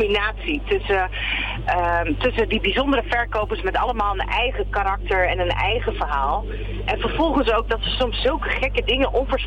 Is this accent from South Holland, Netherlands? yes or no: no; Overijssel, Netherlands; dat is toch echt iets waar we als Twentenaar, niet alleen, maar ook echt als Nederlanders echt trots op moeten zijn.